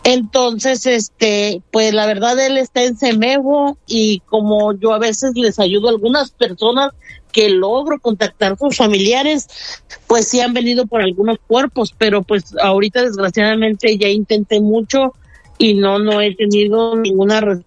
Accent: Michoacán, Mexico; Anteriormente, yo tampoco soy de Loreto, yo soy de Michoacán.

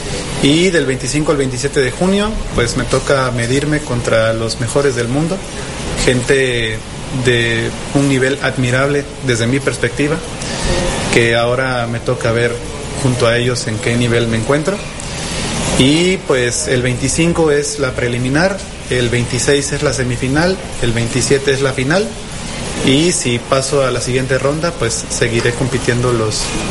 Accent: Veracruz, Mexico

